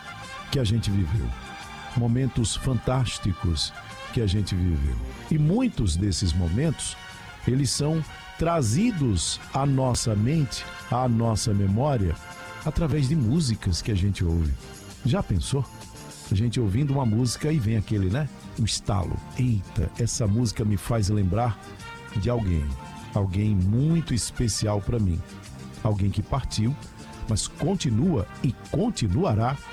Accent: Ouro Preto, Minas Gerais, Brazil; moved away as an adult; Saí de Ouro Preto só quando eu casei. E depois ainda voltei a morar lá. Hoje não mais. Mas ainda passei um tempo, voltei a morar.

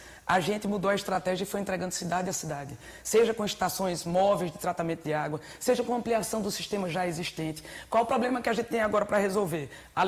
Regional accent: Pernambuco, Brazil; Porque o Agreste Pernambuco, de onde eu sou filha, que compõe 70 cidades, mais de 70 cidades, e 2 milhões e meio de habitantes

